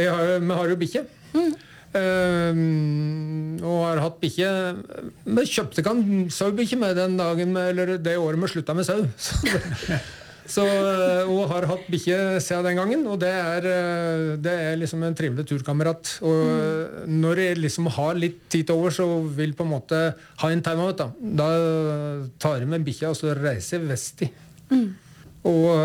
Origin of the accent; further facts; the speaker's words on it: Uvdal, Buskerud, Norway; Utover det så er jeg hjemme i Uvdal.